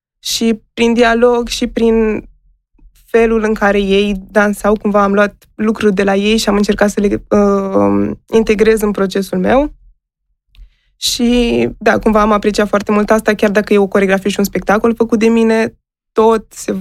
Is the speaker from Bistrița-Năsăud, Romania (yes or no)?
no; Craiova, Dolj, Romania; now in Bucharest, Romania; Eu m-am mutat din Craiova în București și...